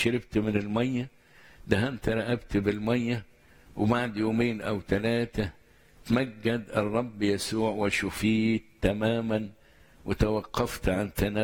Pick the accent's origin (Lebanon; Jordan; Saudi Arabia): Jordan; من الأردن.